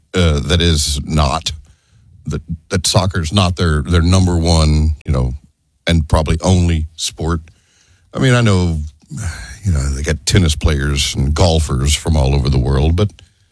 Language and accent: English; United States; I'm an American.